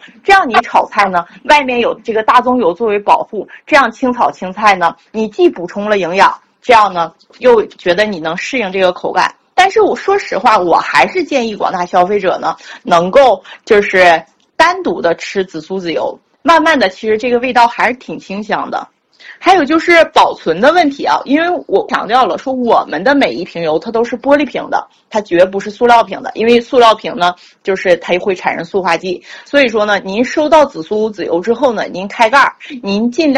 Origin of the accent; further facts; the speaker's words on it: Northeast China, China; 我们东北人叫什么呢，叫哈喇味儿